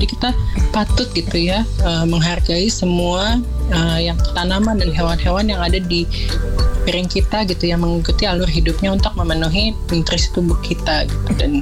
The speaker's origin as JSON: {"language": "Indonesian", "region": "Jakarta", "country": "Indonesia", "tie": "born or raised there", "said": "saya orang Jakarta juga ya tinggalnya gitu ya, lahir dan tinggal dan besar di Jakarta"}